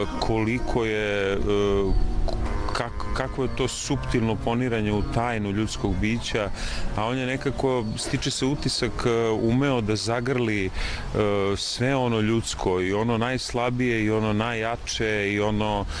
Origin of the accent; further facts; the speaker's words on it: Žiča, Šumadija and Western Serbia, Serbia; i sam sam poreklom iz Žiče, gde je on episkopstovao i dalje zadržao u svom svetiteljskom imenu vladika Nikolaj Žički.